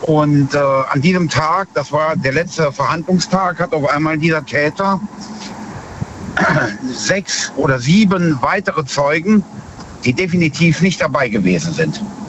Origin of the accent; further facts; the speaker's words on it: Bad Neuenahr, Rhineland-Palatinate, Germany; Aus Bad Neuenahr.